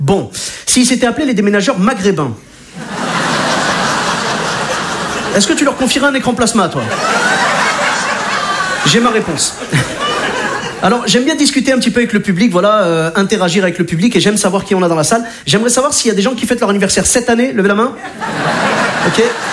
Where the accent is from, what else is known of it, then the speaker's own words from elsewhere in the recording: Clermont-Ferrand, Auvergne-Rhône-Alpes, France; je suis originaire de Clermont-Ferrand. Alors, Clermont-Ferrand, pour ceux qui ne connaissent pas, c'est un peu le pays des pneus et du fromage.